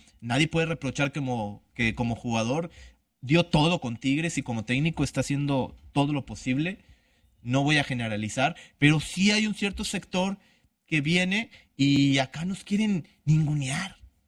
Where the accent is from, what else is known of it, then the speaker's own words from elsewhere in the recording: Mexico; Y si no alzamos la voz nosotros, que estamos aquí, nosotros que somos mexicanos, pues nadie lo va a hacer por nosotros.